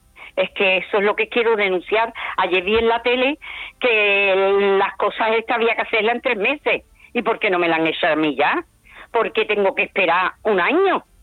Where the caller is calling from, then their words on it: San Fernando, Andalusia, Spain; Mira, yo vivo en Perijunquera.